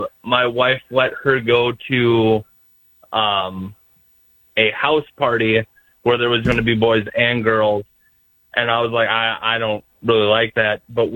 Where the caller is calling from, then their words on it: Wisconsin, United States; I live in Wisconsin.